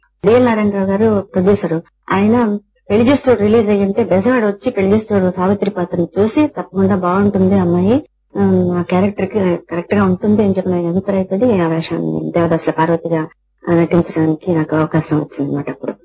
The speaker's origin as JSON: {"language": "Telugu", "town": "Vijayawada", "region": "Andhra Pradesh", "country": "India", "tie": "born or raised there", "also_born_or_lived": "Madras", "moved": "yes", "said": "నేను పుట్టింది పెరిగింది ఈ ఊరే."}